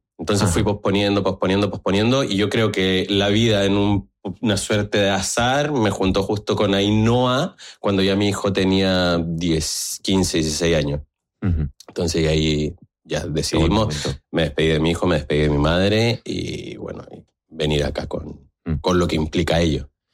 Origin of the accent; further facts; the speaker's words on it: northern Chile, Chile; moved away as an adult; also born or lived in Santiago, Chile; now in Pamplona, Spain; si bien yo los últimos 18 años viví en la capital, yo soy del norte de Chile, a 9 horas de la capital. Ahí vive mi familia.